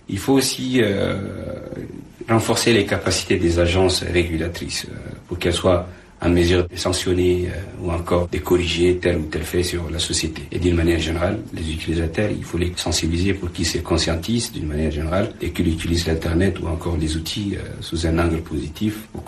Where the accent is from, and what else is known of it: Chad